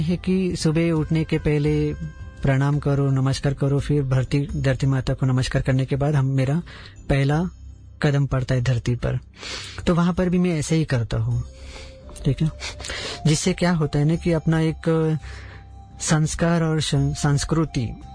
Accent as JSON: {"language": "Hindi", "town": "Mumbai", "region": "Maharashtra", "country": "India", "moved": "yes", "said": "जैसे अभी मैं मुंबई से बिलोंग करते हूँ"}